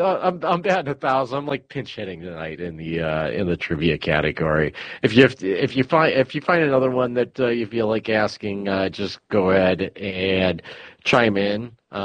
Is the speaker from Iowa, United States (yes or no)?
no; Cleveland, Ohio, United States; I'm from Cleveland, so you know that's kind of my dog in the fight.